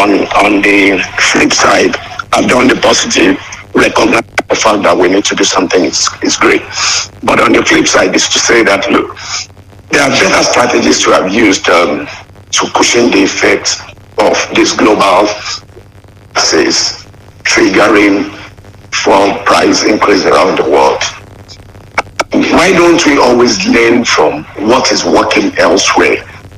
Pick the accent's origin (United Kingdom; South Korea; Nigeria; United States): Nigeria; as a Nigerian